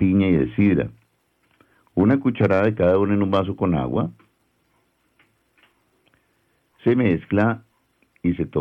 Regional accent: Colombia; Los colombianos somos masoquistas y somos muy envidiosos.

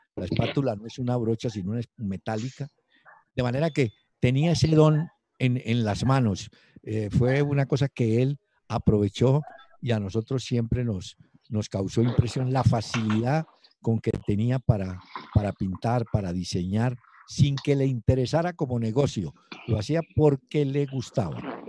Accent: Cali, Valle del Cauca, Colombia; born there; mis padres sí eran de Montenegro. Yo nací en Cali porque ellos se fueron a vivir muy, muy pronto a Cali. Y por supuesto nos quedó gente en el Quindío.

